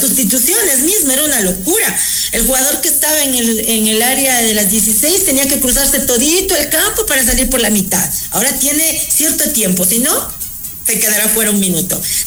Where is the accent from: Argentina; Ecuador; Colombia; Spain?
Ecuador; voy a hablar como ecuatoriana.